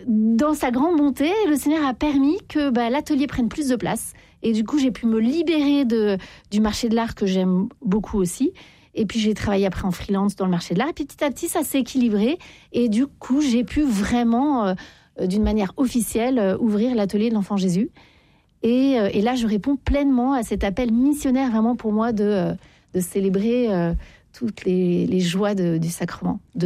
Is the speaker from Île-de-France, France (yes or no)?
yes; Paris, Île-de-France, France; Vous savez, moi je suis parisienne, on râle beaucoup, les gens sont pas sympas parfois dans le métro.